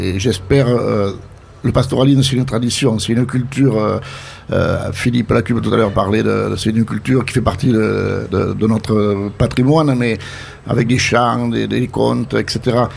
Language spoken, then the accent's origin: French; Occitanie, France; moi je suis un enfant du pays, donc je suis né ici, je connais un peu tous les habitants